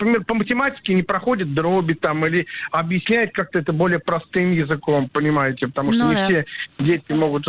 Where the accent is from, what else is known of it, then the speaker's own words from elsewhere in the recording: Moscow, Russia; Я сам из Москвы.